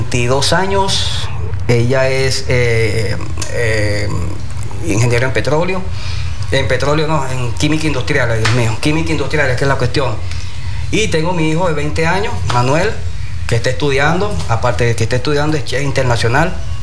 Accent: Caripito, Monagas, Venezuela; also born or lived in Caracas; now in Maturín, Venezuela; Yo nací en Caripito, estado Monagas. Nací en Caripito, y me crié en Caripito. Estuve un tiempo viviendo en Caracas.

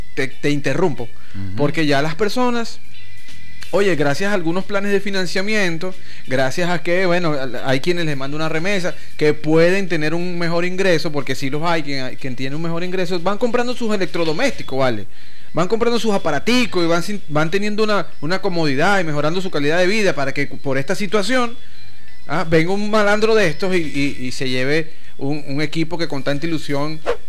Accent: Venezuela; si debemos asumir como venezolanos

